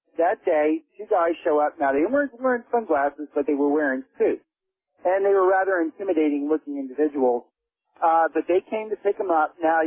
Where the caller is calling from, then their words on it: Anchorage, Alaska, United States; Morning, Art. … Anchorage. How you doing?